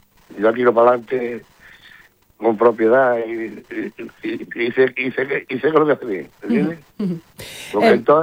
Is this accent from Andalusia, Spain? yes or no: yes; Jerez, Andalusia, Spain; Me voy a cantar bulería y canto bulería de aquí de Jerez, de mi tierra.